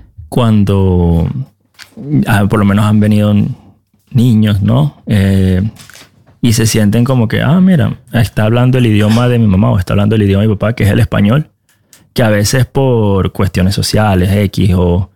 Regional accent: Venezuela; now in Oslo, Norway; Llegamos aquí a Oslo. No es que yo soy venezolano

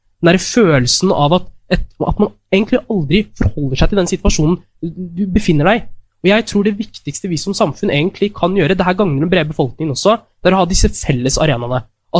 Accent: Fredrikstad, Østfold, Norway; jeg er fra Fredrikstad, en kommune der vi har et levende nynazistisk miljø.

